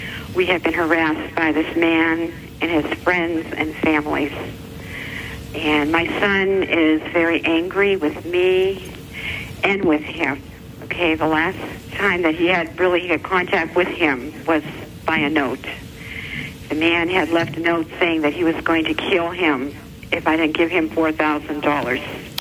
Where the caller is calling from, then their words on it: Pennsylvania, United States; Hi, I'm from Pennsylvania.